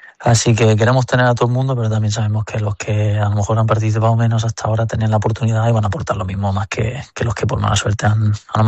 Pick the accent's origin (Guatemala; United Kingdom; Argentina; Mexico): United Kingdom; England; now in Spain; tengo que mantener como esas raíces, ¿no? De seguir apoyando a mi Inglaterra, pero me siento, vamos, prácticamente español.